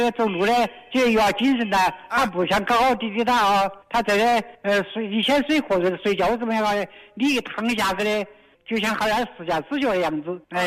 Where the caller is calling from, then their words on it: Zhejiang, China; ，我是浙江的